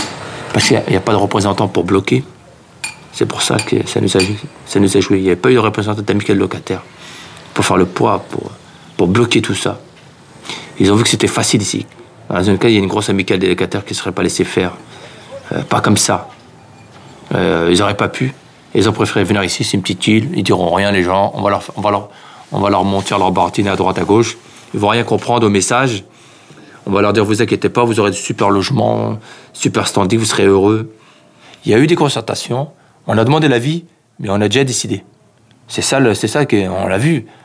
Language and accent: French; Garges-lès-Gonesse, Île-de-France, France; born there; j'ai 28 ans, j'habite à Garges, je suis né à Garges. Je suis né le 17 juin 79. Je suis resté une semaine à la maternité de Gonesse